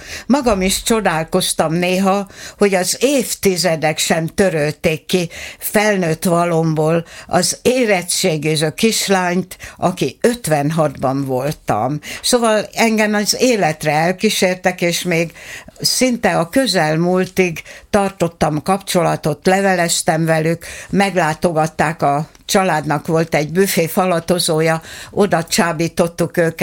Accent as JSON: {"language": "Hungarian", "town": "Kunágota", "region": "Békés", "country": "Hungary", "tie": "born or raised there", "said": "megjelentettem a szülőfalumat, Kunágotát, és apukám szülőfaluját, Dombiratost."}